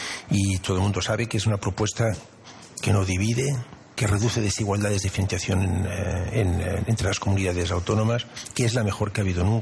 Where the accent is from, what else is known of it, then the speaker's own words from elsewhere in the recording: Catalonia, Spain; los catalanes somos españoles